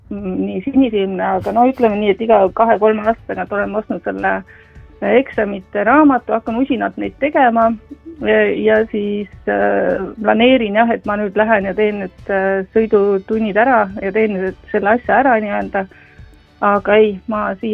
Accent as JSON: {"language": "Estonian", "town": "Tartu", "region": "Tartu County", "country": "Estonia"}